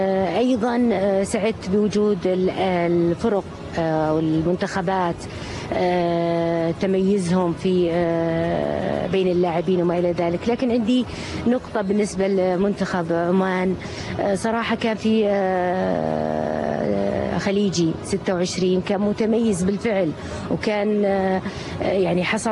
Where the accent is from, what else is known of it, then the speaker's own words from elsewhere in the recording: Saudi Arabia; وأنا كسعودية